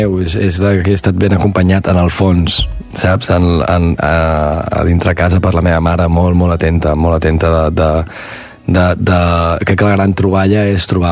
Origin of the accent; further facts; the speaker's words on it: Catalonia, Spain; Jo sóc molt concretament d'un lloc. Si em diuen d'un soc, jo dic que sóc de l'Empordanet. I m'hi sento molt. I sóc molt de poble, jo.